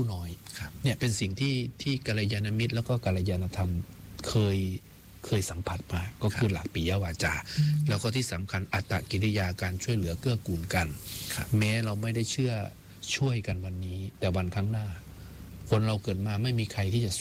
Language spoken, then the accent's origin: Thai; Isan, Thailand; เราเป็นลูกอีสาน